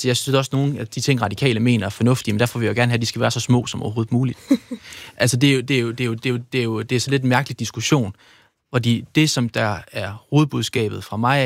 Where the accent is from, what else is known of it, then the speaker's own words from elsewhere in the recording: Jutland, Denmark; Jeg er fra Jylland.